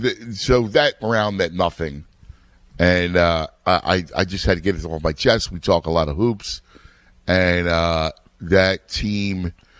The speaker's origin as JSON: {"language": "English", "town": "Philadelphia", "region": "Pennsylvania", "country": "United States", "said": "we are both from Philadelphia"}